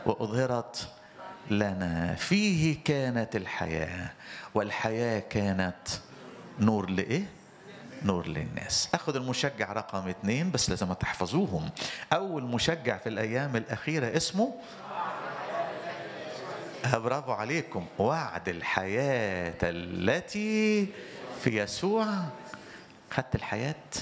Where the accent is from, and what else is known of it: Egypt